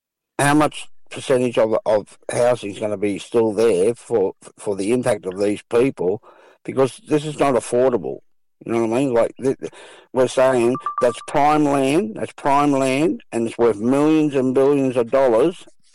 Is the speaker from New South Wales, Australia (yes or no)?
yes; New South Wales, Australia; born there; and I was born in Wiradjuri country